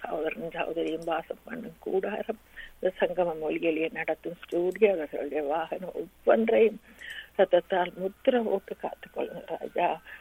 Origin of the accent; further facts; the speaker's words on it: Sri Lanka; moved away; நாங்கள் பிறந்து வளர்ந்த தேசமாகிய இலங்கை அந்த சிறிய தீவுக்காக